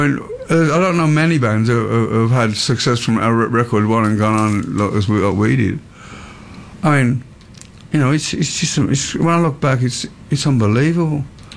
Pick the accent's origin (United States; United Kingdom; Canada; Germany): United Kingdom; Birmingham, West Midlands; I'm a Brummie, and I always will be. I'm not ashamed to say that. I love being a Brummie.